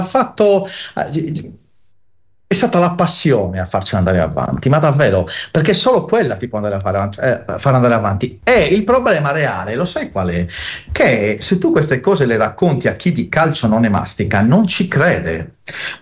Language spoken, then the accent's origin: Italian; Sassari, Sardinia, Italy; Io sono sassarese, quindi sono tifoso della Torres.